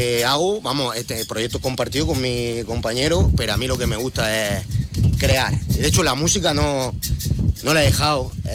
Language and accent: Spanish; Antas, Andalusia, Spain; Yo soy de Anta.